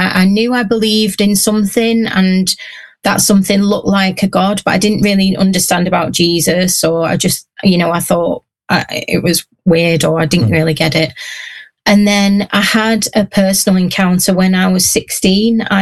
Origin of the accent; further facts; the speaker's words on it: Whitworth, North West England, United Kingdom; born there; I was born in Whitworth, a little tiny village. Well, it's a town now, because it got a swimming pool and a library or something, you know, like one of those. I remember it becoming a town and it was a big thing, but it's a village on the edge of the Pennines